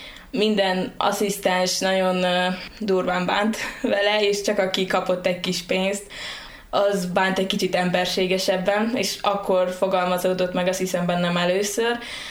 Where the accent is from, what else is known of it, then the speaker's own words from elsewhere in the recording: Szilágyballa, Sălaj, Romania; moved away as an adult; now in Cluj-Napoca, Romania; Hát én Szilágyságból származom, Zila mellett egy faluból, Szilágyballáról. Nagy családban születtem, haton vagyunk testvérek, és most elsőéves egyetemista vagyok itt Kolozsváron, az Orvosi Egyetemen.